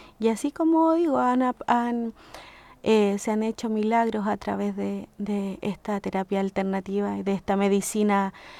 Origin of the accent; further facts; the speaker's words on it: Cauquenes, Maule, Chile; moved away as an adult; also born or lived in Santiago; yo estudié estas terapias en Santiago, si bien nací acá en Cauquenes, estudié acá en Cauquenes, me fui a Santiago